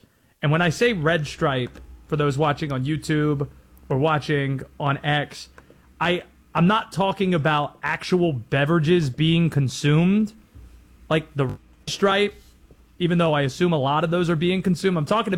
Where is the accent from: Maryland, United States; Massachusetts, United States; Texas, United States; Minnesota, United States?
Maryland, United States; Baltimore; born there; I was born in Baltimore, but no, the DMV, that doesn't apply.